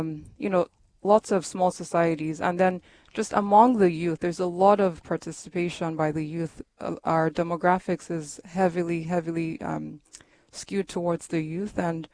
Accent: Nigeria; now in Rochester, United States; So I am from Nigeria.

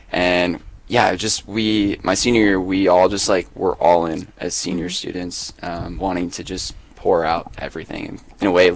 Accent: Rosemount, Minnesota, United States; So I grew up in Rosemont, Minnesota, which is about 30 minutes south of the Twin Cities area.

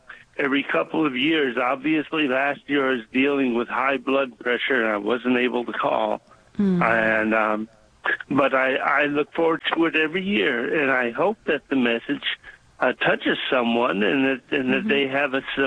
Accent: Southern United States, United States; accent: Southern; But when I've called you in the past, I sound like a Southern guy.

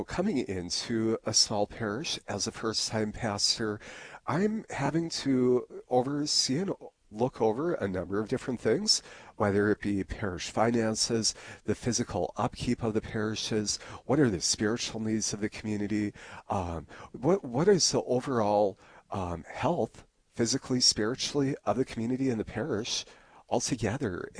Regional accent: Harvey, North Dakota, United States; you know, I grew up in Harvey, North Dakota. My mother and stepfather live north of Animus. You know, I've got family out in Bismarck, Minot, my brother and sister-in-law in Fargo.

